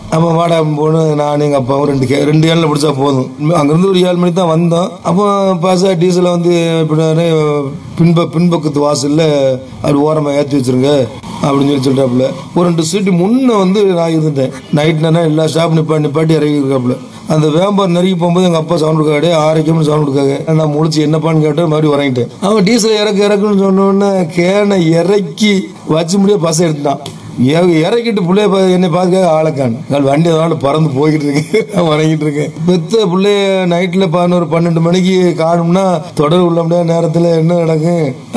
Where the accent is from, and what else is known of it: Tamil Nadu, India